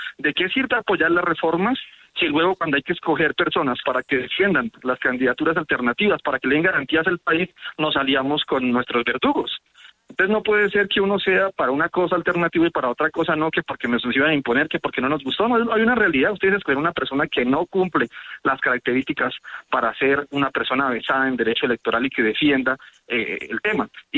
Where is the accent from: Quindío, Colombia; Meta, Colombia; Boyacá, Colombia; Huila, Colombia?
Boyacá, Colombia; yo soy de Boyacá